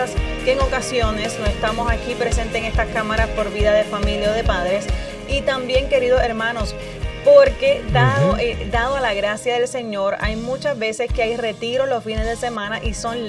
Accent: Puerto Rico; now in Minnesota, United States; Nosotros somos orgullosamente de Puerto Rico, vivimos en Minnesota

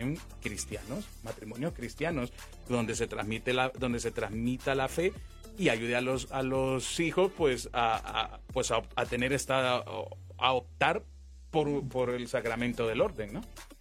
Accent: Tegucigalpa, Francisco Morazán, Honduras; Soy originario aquí de Tegucigalpa, de Luarque.

